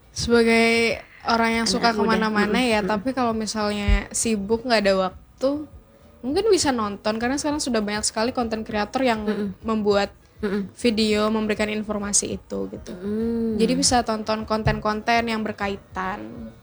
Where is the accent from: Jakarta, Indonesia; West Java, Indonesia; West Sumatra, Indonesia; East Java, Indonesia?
West Sumatra, Indonesia; Karena aku Minang, tapi aku baru tertarik buat belajar Minang itu setelah aku kemana-mana. Karena kayak misalnya pas aku di Sumatera Barat, aku orang Minang nih